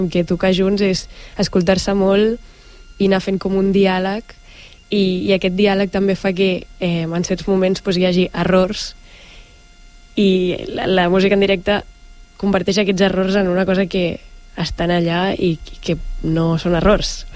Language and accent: Catalan; Begues, Catalonia, Spain; now in Sant Boi de Llobregat, Spain; jo sóc de Begues i ara visc aquí a Sant Boi